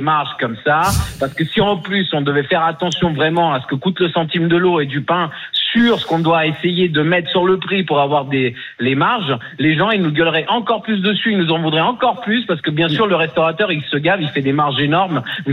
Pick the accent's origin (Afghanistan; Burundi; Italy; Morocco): Italy; French is a second language; now in France; Moi, je suis italien, vous l'avez dit. Donc, moi, j'ai été élevé dans la culture où on paye son couvert.